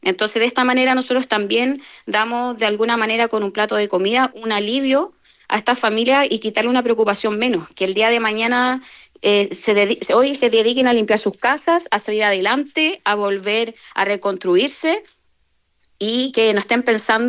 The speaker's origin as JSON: {"language": "Spanish", "country": "Chile", "said": "Es súper importante que hoy en día nos encontremos como chilenos, como familias también"}